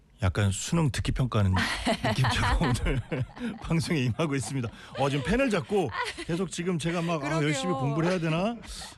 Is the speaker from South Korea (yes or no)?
yes; Seoul, South Korea; moved away as an adult; now in Busan, South Korea; 저는 서울에서 태어나서 초중고를 다한 동네에서 나왔고 딱 서울의 중심인 용산 이촌동이라는 곳에서 생활을 했거든요. 거기서 40년간 살다가 이제 부산을 내려왔는데